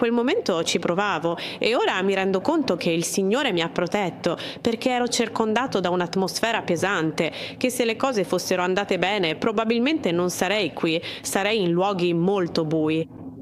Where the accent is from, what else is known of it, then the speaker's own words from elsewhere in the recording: Colombia; moved away as an adult; sono colombiana. La mia famiglia, grazie a Dio, proviene da credenze cattoliche.